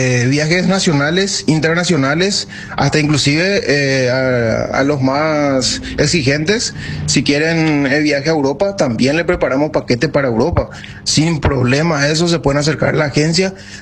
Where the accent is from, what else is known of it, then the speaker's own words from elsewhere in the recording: Horqueta, Concepción, Paraguay; soy acá de la ciudad de Orqueta.